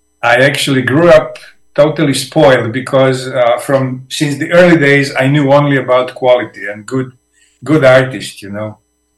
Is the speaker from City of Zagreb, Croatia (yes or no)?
yes; Zagreb, City of Zagreb, Croatia; Because I grew up in the Zagreb, at the outskirts, in some working class buildings. Today it was like wide center of the city, but back there it was like outskirts, like far